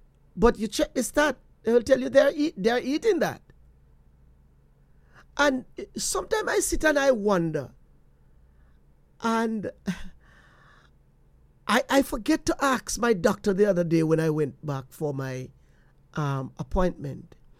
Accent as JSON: {"language": "English", "country": "Jamaica", "tie": "born or raised there", "lives_now": "United States", "said": "I mean, I remember growing up in Jamaica, I wasn't, my grandmother passed away."}